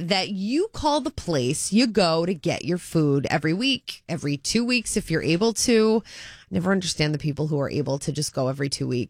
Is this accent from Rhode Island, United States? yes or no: yes; Cranston, Rhode Island, United States; I'm from Cranston and we say we're going to the market, okay?